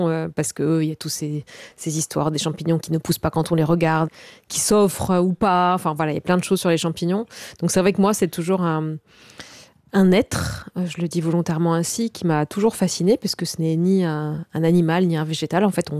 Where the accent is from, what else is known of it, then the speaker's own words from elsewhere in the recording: Corsica, France; moi je suis donc originaire de Corse et de moyenne montagne, de Castagniccia.